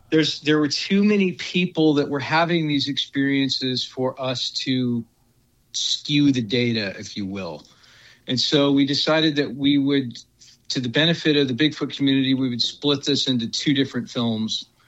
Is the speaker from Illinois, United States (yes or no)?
no; Portland, Oregon, United States; I grew up here in the Portland area.